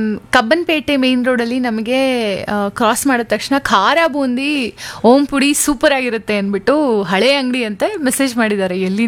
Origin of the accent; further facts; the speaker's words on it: Karnataka, India; ನಮ್ಮೂರು ಚಿತ್ರದುರ್ಗ ದಾವಣಗೆರೆ ಮಧ್ಯ ಬರುತ್ತೆ